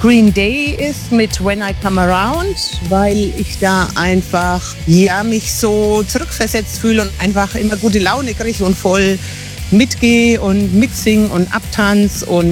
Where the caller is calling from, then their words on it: Brückenhausen am Main, Bavaria, Germany; Ich komme aus Brückenhausen am Main im schönen Unterfranken.